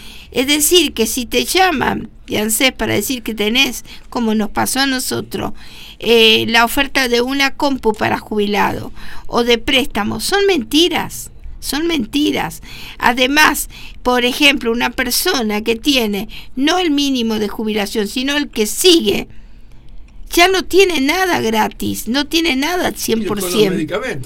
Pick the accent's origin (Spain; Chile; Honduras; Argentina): Argentina; como ciudadanos, como argentinos